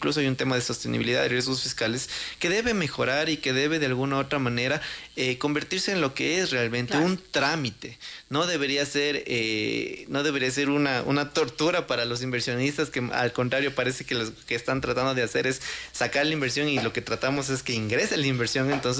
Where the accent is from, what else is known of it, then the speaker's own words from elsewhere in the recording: Ecuador; Como ecuatoriano no lo quiero